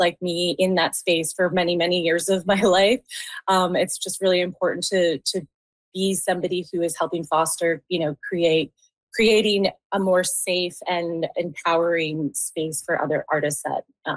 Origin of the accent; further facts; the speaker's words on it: Saskatchewan, Canada; I played in a lot of bands like that had different genres growing up in Saskatchewan